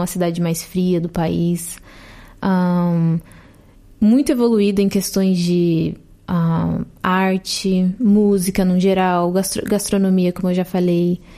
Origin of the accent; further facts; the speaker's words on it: Curitiba, Paraná, Brazil; now in Germany; Eu sou de Curitiba, é o sul do Brasil. Uhum. É uma cidade mais fria, não é como o Rio de Janeiro da vida.